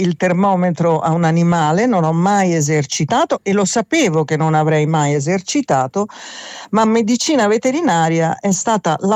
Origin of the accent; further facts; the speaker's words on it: Rome, Lazio, Italy; ho scelto medicina veterinaria perché io sono di Roma